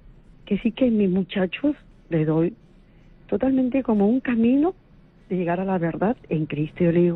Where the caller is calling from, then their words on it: Ica, Peru; hablo de Ica.